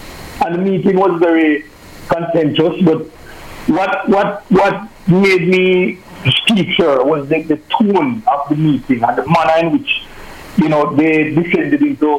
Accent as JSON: {"language": "English", "country": "Jamaica", "said": "I am a Jamaican"}